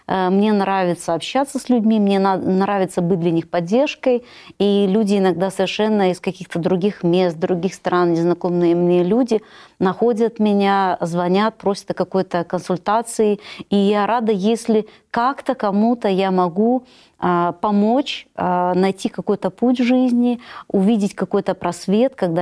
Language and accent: Russian; Odesa Oblast, Ukraine; Я выросла на Украине, на юге Украины, в теплых местах. Это Одесская область.